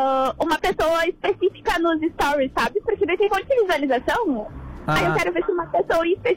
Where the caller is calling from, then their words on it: Sapucaia do Sul, Rio Grande do Sul, Brazil; Sou de Sapucaia.